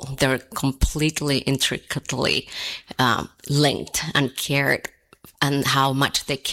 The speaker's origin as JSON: {"language": "English", "country": "Colombia", "moved": "yes", "said": "I am originally from Colombia. My grandparents are Jewish. I'm a settler immigrant to these lands."}